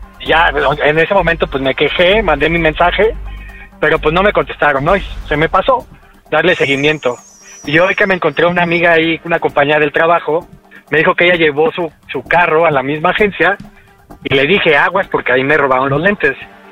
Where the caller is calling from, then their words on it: Mexico City, Mexico; De la Ciudad de México.